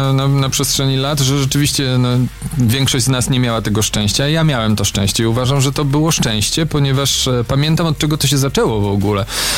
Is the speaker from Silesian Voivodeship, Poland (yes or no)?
no; Konin, Greater Poland Voivodeship, Poland; born or raised there